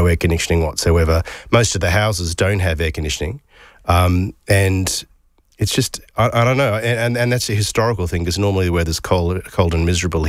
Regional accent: Brisbane, Queensland, Australia; moved away as an adult; now in London, United Kingdom; I come from Brisbane originally where it's hot.

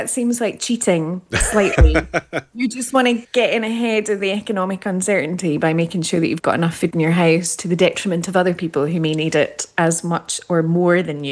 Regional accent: Australia; moved away; I grew up in Australia and in a country town.

